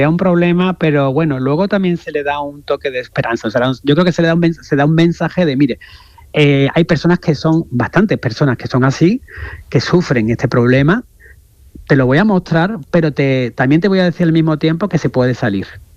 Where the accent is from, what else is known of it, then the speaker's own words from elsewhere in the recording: Andalusia, Spain; Yo soy una mezcla entre barroco, porque claro, soy andaluz.